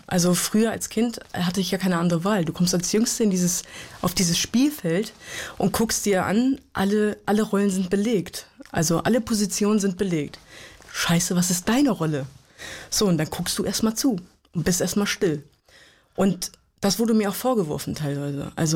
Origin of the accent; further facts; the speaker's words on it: Hanover, Lower Saxony, Germany; Weil wir sind in Hannover-Linden groß geworden.